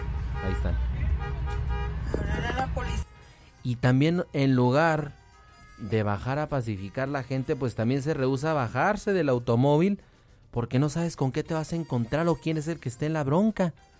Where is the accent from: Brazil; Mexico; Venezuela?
Mexico